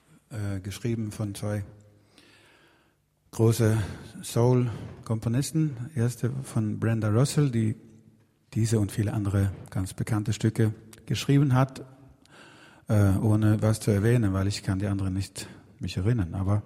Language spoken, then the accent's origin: German; Sweden; accent: Swedish dialect; German is a second language; Und auch eigentlich nicht in Schwedisch, weil mein Dialekt ist so scheiße, dass das kann niemand verstehen.